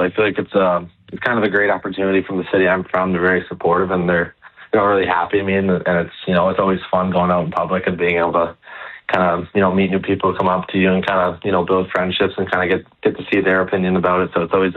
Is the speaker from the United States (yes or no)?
no; Canada; So being a Canadian kid was always, you know, that always helped out a lot